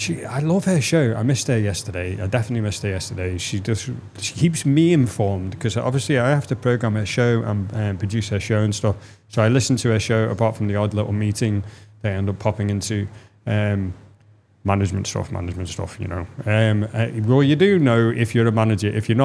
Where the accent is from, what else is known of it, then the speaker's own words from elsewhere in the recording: England, United Kingdom; And then when I say I'm English, like, no, you're not, but I am.